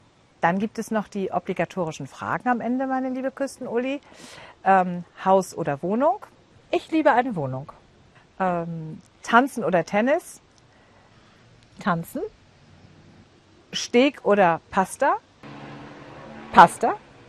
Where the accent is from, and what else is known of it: Hamburg, Germany; born or raised there